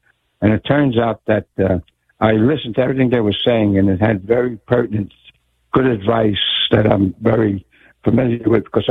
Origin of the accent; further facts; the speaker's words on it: United States; And as a matter of fact, I went to Lafayette High School. I'm an American.